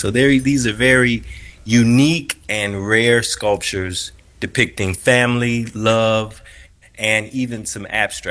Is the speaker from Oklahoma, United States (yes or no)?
no; Chicago, Illinois, United States; we born and raised in the South Side.